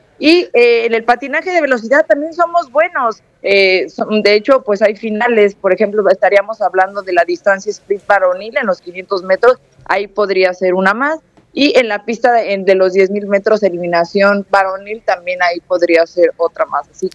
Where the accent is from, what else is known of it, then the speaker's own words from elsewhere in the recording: Mexico; como los mexicanos tenemos